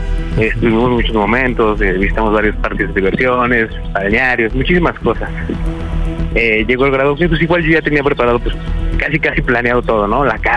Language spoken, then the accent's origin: Spanish; Mexico City, Mexico; now in Misantla, Mexico; soy nativo de la Ciudad de México, pero ando viviendo por acá.